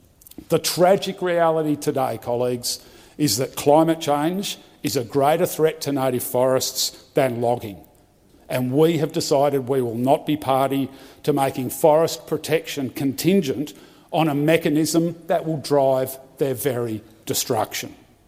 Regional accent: Tasmania, Australia; my home state of Tasmania

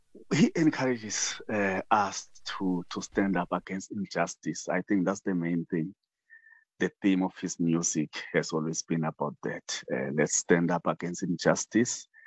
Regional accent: Dahakral, Mpumalanga, South Africa; I had just turned 19 years, 1997. But I grew up in Dahakral, a rural area south of Mpumalanga province on the border to KZN. The nearest town is Volksrust. That's where I grew up, so attending school there.

